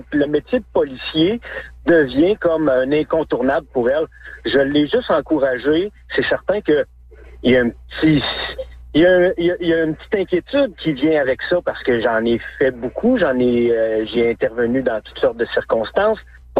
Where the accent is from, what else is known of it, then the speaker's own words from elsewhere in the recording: Quebec, Canada; moved away as an adult; now in Saguenay-Lac-Saint-Jean, Canada; J'ai travaillé longtemps en Abitibi, dans ma région natale.